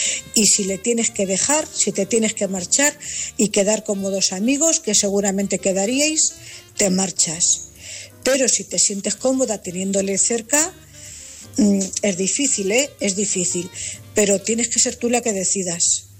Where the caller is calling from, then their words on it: Cuenca, Castilla-La Mancha, Spain; Buenas noches … corresponsal de Cuenca.